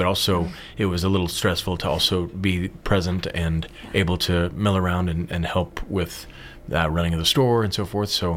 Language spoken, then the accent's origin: English; Topeka, Kansas, United States; now in Columbia, United States; I'm from Kansas originally, Topeka, Kansas.